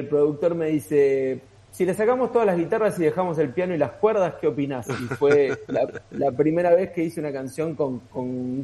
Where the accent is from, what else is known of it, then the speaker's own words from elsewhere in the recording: Buenos Aires, Argentina; moved away as an adult; now in Santiago, Chile; de Buenos Aires, de capital. Y hace 6 años que vivo en Santiago de Chile.